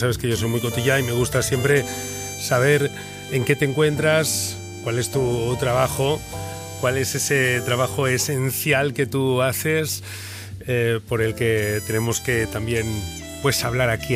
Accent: Burgos, Castile and León, Spain; soy de Burgos, de Gamonal, de toda la vida, y a mucho orgullo.

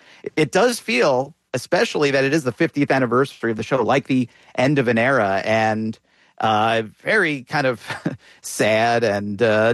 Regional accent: New Jersey, United States; I grew up in New Jersey. I'm a New York area native. I've never lived in Chicago

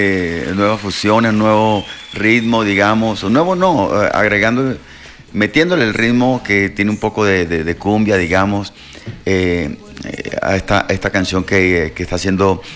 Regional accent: Valledupar, Cesar, Colombia; porque nosotros vivíamos en Valledupar, pues yo soy de Valledupar

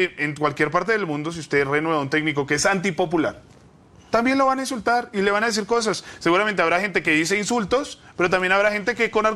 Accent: Colombia; A mí me gustaría, como hincha de la Selección Colombia y como colombiano, saber...

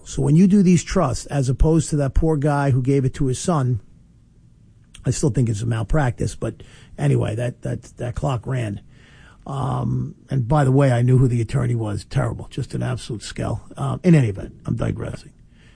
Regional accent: East Northport, New York, United States; my hometown at East Northport.

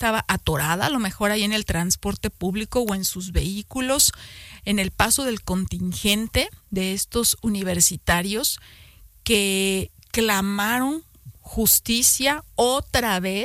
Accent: Mexico; no podemos tampoco dejar de sentirnos mexicanos y mexicanas

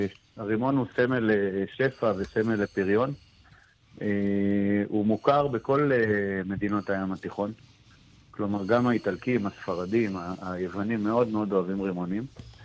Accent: Southern District, Israel; born there; also born or lived in Ramat Gan; אני יליד רמת גן. הגעתי למועצה האזורית באר טוביה לפני קצת יותר מ-30 שנה.

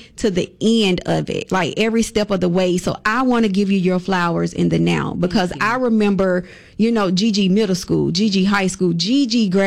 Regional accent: Bessemer, Alabama, United States; we're both from Big Belsma. We both graduated Jess Lanier High School class of 2000.

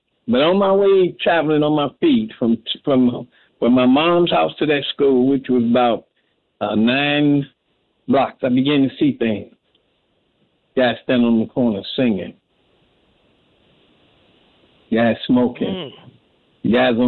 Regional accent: Detroit, Michigan, United States; born and raised in Detroit, two-parent family

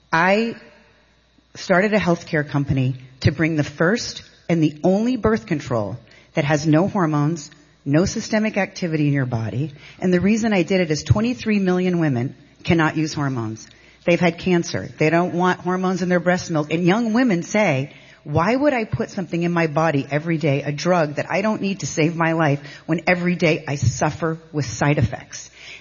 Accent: Caribou, Maine, United States; So I grew up in Caribou, Maine, and we had a meager beginning.

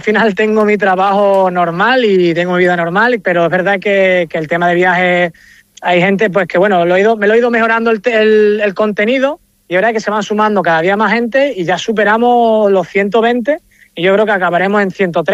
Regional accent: Extremadura, Spain; empezamos a recorrer parte de Extremadura, de esta gran desconocida que es mi tierra

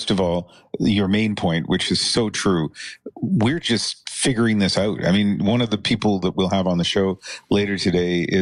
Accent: Canada; if I have to do my part as a Canadian by eating more honey, that sounds like a pretty easy way to wave the flag.

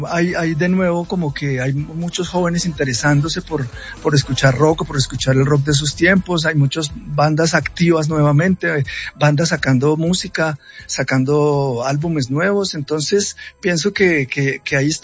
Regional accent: Colombia; nosotros como colombianos, que vivimos un conflicto

